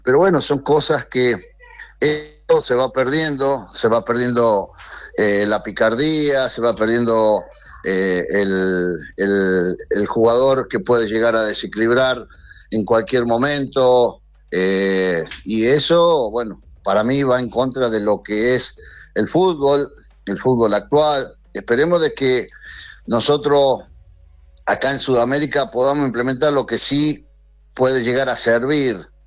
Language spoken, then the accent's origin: Spanish; Argentina; Como argentino quiero que siga siendo Argentina.